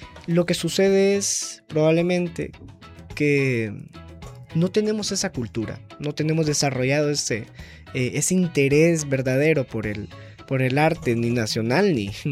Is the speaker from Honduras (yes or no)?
yes; Honduras